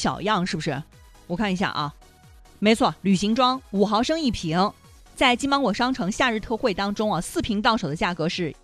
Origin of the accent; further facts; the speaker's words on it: Hunan, China; 我们湖南人